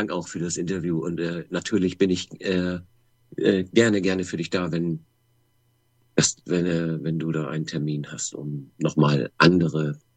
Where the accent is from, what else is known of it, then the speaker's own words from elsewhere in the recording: Hamburg, Germany; moved away as an adult; now in Lüneburg, Germany; Tatsächlich gebürtiger Hamburger.